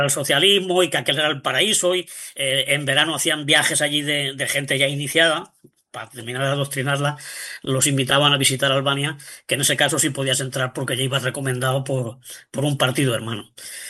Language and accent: Spanish; Valencian Community, Spain; sobre todo los que somos o seáis de Valencia